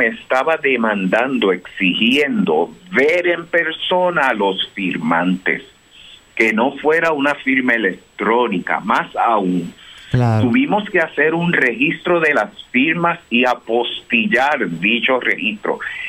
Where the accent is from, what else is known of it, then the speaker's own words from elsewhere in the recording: San Germán, Puerto Rico; Mira, pues te voy a hacer el mismo comentario que compartí con unas amistades el pasado sábado acá en mi pueblito de San Germán.